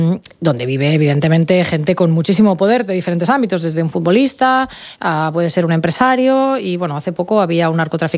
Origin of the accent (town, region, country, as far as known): Sant Feliu de Llobregat, Catalonia, Spain